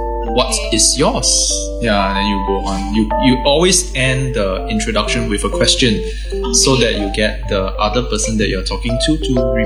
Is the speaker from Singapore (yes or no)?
yes; Singapore; So, I'm from Singapore, and it's a pleasure to be here to actually speak to you